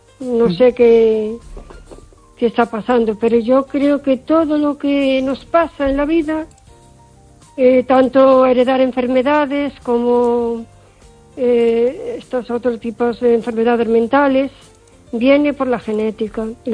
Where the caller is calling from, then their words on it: O Carballiño, Galicia, Spain; de Carballiño.